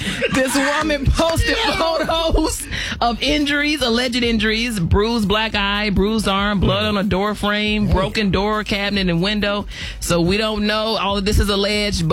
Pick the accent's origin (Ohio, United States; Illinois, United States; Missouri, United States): Illinois, United States; Chicago; I'm from Chicago, and I'm with Alton on this.